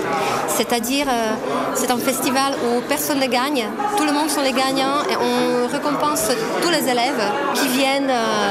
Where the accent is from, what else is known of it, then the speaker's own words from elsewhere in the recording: Český Těšín, Moravian-Silesian Region, Czechia; French is a second language; also born or lived in Ostrava; je viens de la ville de Český Těšín et je travaille au lycée Josef Božek dans la même ville. Je ne suis pas née à Český Těšín, mais je suis née à Ostrava